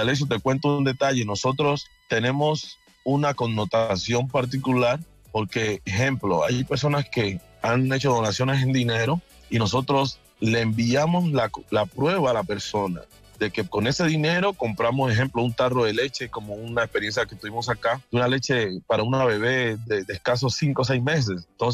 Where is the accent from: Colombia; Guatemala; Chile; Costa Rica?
Colombia; Villarrica, Cauca; now in Jamundí, Colombia; Pues yo vivo en Jamundí, hemos sentido esa necesidad del pueblo. Pues yo soy nativo de Villarrica, Cauca, y nos han criado con esas bases de ayudar